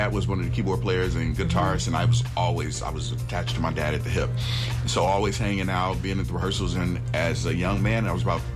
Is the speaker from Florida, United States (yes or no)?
no; Chicago, Illinois, United States; I grew up in Chicago